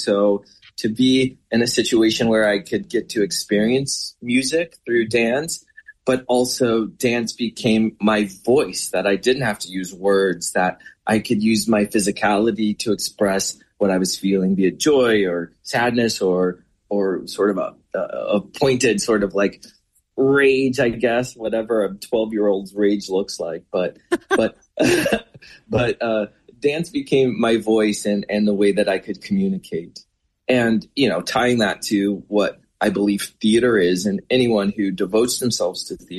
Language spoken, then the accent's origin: English; St. Louis, Missouri, United States; It is certainly something that I sort of fell into as a young kid, growing up in St. Louis, Missouri